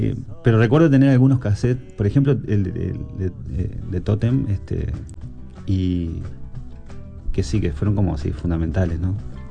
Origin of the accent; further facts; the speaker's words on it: La Paz, Canelones, Uruguay; amigos que tocábamos en La Paz, de donde soy originalmente